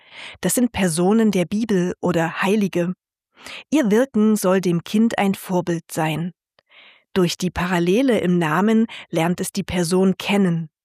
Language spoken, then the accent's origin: German; East Germany, Germany; born there; Ich selbst habe, für meine Generation und geboren in der DDR, einen eher seltenen Vornamen